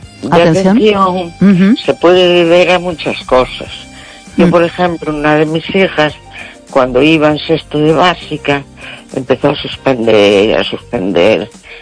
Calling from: A Coruña, Galicia, Spain; de La Coruña.

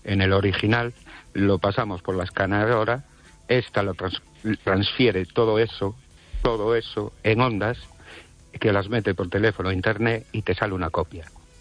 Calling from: Ourense, Galicia, Spain

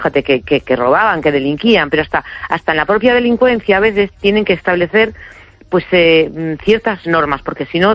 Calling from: A Coruña, Galicia, Spain; de Coruña.

